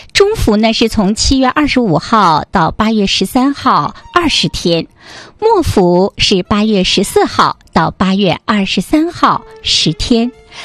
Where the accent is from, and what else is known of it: Northeast China, China